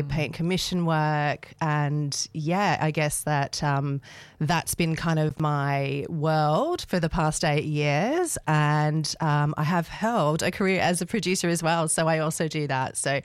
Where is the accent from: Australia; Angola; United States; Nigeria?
Australia; Sydney, New South Wales; now in Northern Rivers, Australia; I am a local now. I'm originally from Sydney, but I have moved to the Northern Rivers about the end of last year.